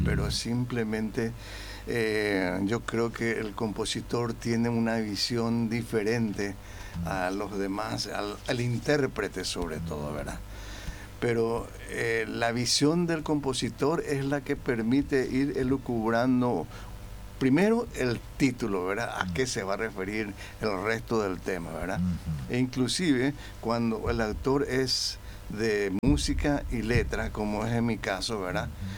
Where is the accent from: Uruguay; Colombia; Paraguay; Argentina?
Paraguay; Asunción; Aquí Asunción. Asunceño